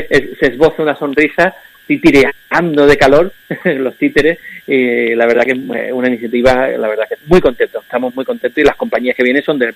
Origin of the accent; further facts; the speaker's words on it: Málaga, Andalusia, Spain; born there; yo ya cuando se vinieron a Málaga, al final de los 60, yo ya nací aquí en Málaga, la Costa del Sol.